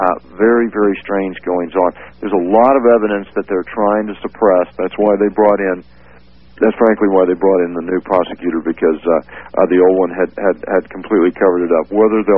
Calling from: California, United States; I'm calling from Central California on KYOS

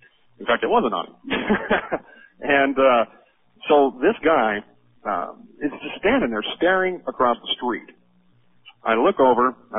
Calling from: Monmouth, Oregon, United States; I'm calling from Monmouth, Oregon.

